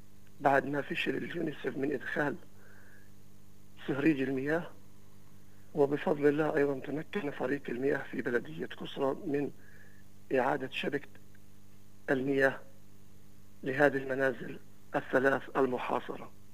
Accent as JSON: {"language": "Arabic", "country": "Palestine", "said": "احنا كفلسطينيين"}